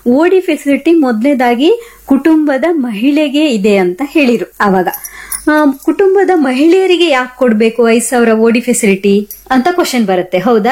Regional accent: Karnataka, India; ನಾವೆಲ್ಲ ಅಪ್ಪಟ ಕನ್ನಡಿಗರು ಅಲ್ವಾ ಅಪ್ಪಟ ಕನ್ನಡಿಗರು ನಾವು

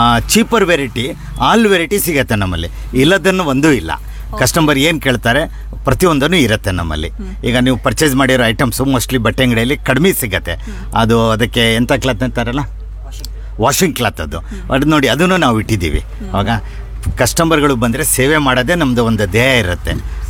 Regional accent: Shivamogga, Karnataka, India; ನಾವು ಶಿವಮೊಗ್ಗದಲ್ಲೇ ಹುಟ್ಟಿದ್ದು, ಶಿವಮೊಗ್ಗದಲ್ಲೇ ಬೆಳೆದಿದ್ದು.

